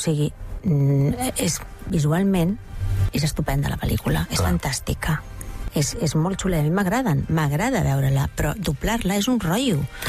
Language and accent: Catalan; Catalonia, Spain; jo penso en català, jo soc catalana